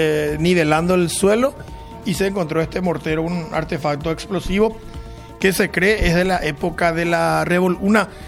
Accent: Luque, Central, Paraguay; Yo que soy de Luque

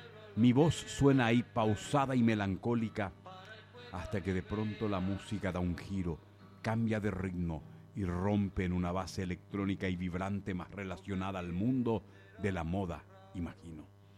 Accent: Argentina; also born or lived in Apulia, Italy; Yo nací en Italia, soy pugliese y emigré a Argentina con apenas 3 años.

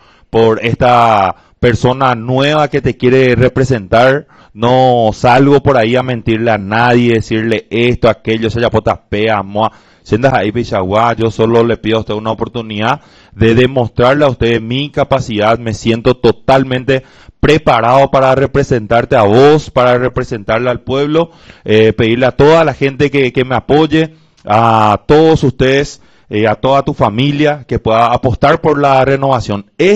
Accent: Pedro Juan Caballero, Amambay, Paraguay; nacido y crecido en Pedro Juan Caballero.

